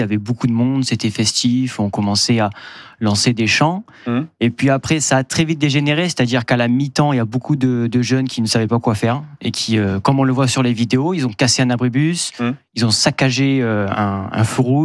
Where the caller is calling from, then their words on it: Montpellier, Occitanie, France; je viens à chaque fois de Montpellier pour les grands matchs